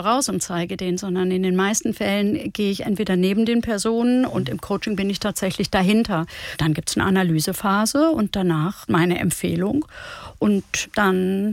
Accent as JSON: {"language": "German", "town": "Herford", "region": "North Rhine-Westphalia", "country": "Germany", "tie": "born or raised there", "said": "In Ostwestfalen-Lippe, in der Nähe von Bielefeld. Die Stadt heißt Herford und ist bekannt für ihr Pilz. Und dort bin ich groß geworden mit Großeltern, die beide zwei Weltkriege hinter sich hatten"}